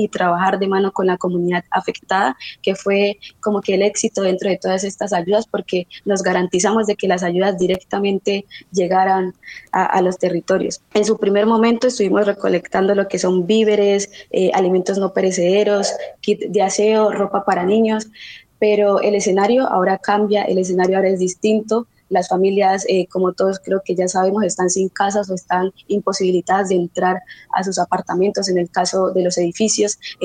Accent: Colombia; siento que como humanos, como colombianos, no teníamos las herramientas suficientes para prepararnos para una situación como esta

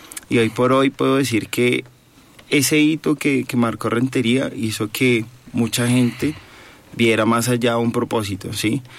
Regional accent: Colombia; la idea es que sigamos llegando como colombianos allá a grandes ligas.

